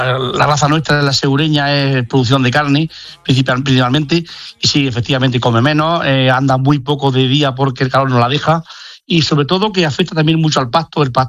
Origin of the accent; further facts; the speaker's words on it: Spain; España, que somos el mayor productor de la Unión Europea de cordero